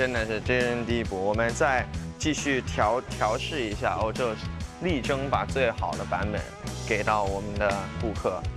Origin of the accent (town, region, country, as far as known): China